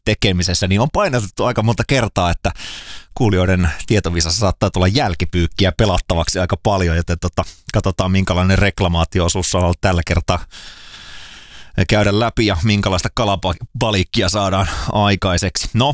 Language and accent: Finnish; Oulu, North Ostrobothnia, Finland; kotikaupunkini Oulun